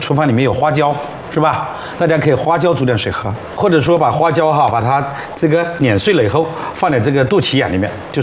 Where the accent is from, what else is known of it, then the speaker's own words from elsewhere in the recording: Jilin, China; 我来自于这个长白山哈，长白山脚下这个工作了三十年